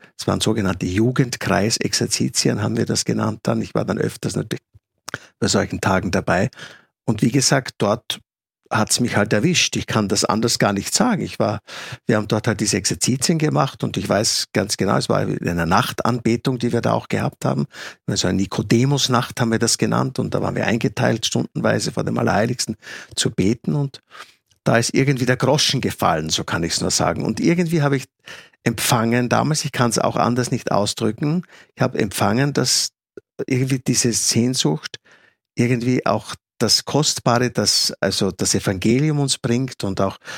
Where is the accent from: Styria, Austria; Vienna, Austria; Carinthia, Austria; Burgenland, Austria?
Styria, Austria; now in Salzburg, Austria; Ich bin ja gebürtig aus der Steiermark oder Südoststeiermark.